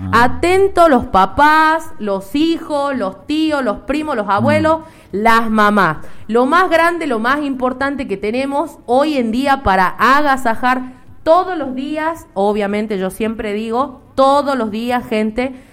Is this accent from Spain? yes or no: no; Colonia Santa Rosa, Salta, Argentina; moved away; Yo soy de Colonia Santa Rosa.